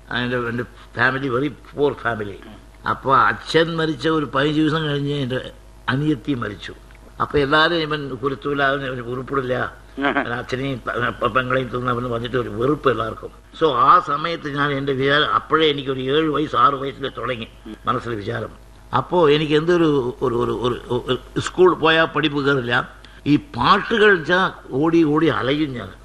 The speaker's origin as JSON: {"language": "Malayalam", "town": "Elappully", "region": "Kerala", "country": "India", "tie": "born or raised there", "also_born_or_lived": "Kannur", "moved": "yes", "said": "പാലക്കാട് എലപ്പുള്ളി ഗ്രാമത്തിൽ എന്റെ വീട്. ഞാൻ അവിടെ ജനിച്ചു വളർന്നു."}